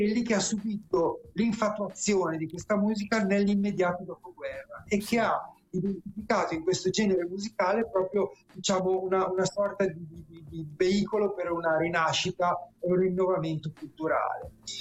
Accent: Asti, Piedmont, Italy; dalle mie parti, ma dalle sue parti, nel senso che lui è proprio astigiano di nascita, sì.

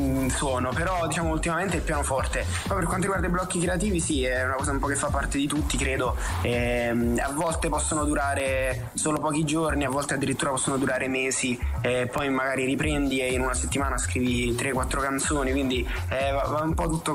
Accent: Isernia, Molise, Italy; now in Milan, Italy; Io sono di Isernia, sì, però sono a Milano ora.

